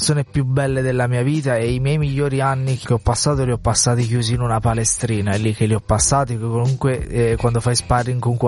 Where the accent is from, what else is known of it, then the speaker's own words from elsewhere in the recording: Southern Italy, Italy; Come si dice giù da noi